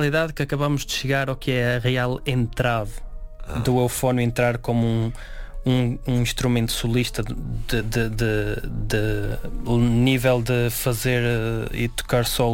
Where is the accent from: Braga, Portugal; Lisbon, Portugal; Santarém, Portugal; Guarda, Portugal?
Guarda, Portugal; Celorico da Beira; E eu sou de Solurico da Beira, é uma vila pequeníssima, então isso é onde eu me sinto confortável, na tranquilidade, na natureza.